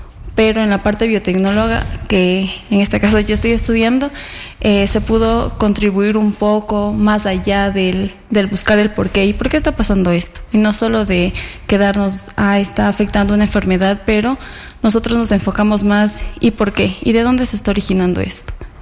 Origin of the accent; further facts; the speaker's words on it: Pelileo, Tungurahua, Ecuador; moved away as an adult; now in Latacunga, Ecuador; yo soy de Tungurahua, específicamente de Pelileo, pero por mis estudios estoy aquí en Atacunga. Pero por tesista fui allá a Santa Elena.